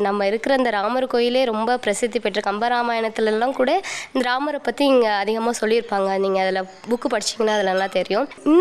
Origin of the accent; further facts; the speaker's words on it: Karaikal, Puducherry, India; also born or lived in Chennai; இந்த ஊர் வந்து நான் பிறந்த ஊர் கிடையாது, பட் இங்கேதான் வந்து வளர்ந்தேன். ரொம்ப அமைதியான ஒரு ஊர்.